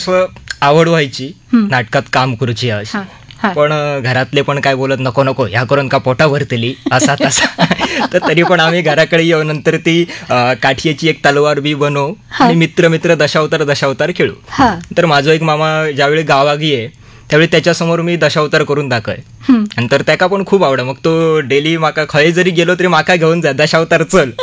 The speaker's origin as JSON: {"language": "Marathi", "town": "Matond", "region": "Maharashtra", "country": "India", "tie": "born or raised there", "accent": "Malvani", "said": "मी Sindhudurg Vengurla मातोंड Sawantwada."}